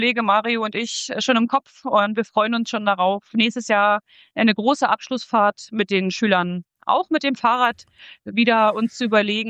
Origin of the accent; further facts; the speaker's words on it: Harz, Germany; Die Kinder wollen noch mal in meine Heimat, da waren wir schon mal. Ich komme ja ursprünglich aus dem Harz.